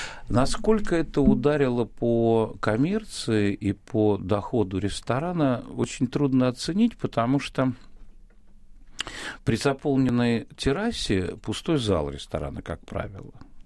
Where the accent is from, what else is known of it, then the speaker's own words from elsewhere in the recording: Saint Petersburg, Russia; Я вырос на Невском. Для меня Невский — это все.